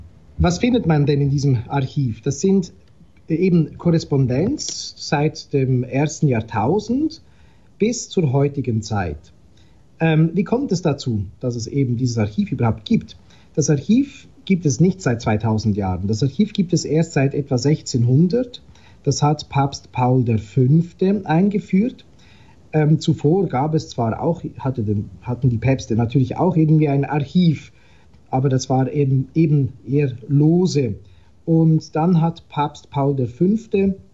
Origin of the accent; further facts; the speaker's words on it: Switzerland; moved away as an adult; now in Rome, Italy; als Schweizer Stimme im Vatikan